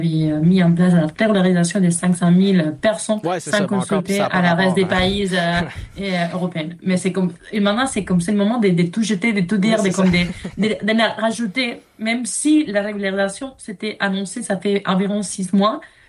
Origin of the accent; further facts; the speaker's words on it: Italy; French is a second language; Oui, ouais, je suis italienne, mais pour les autres, j'ai pas passé.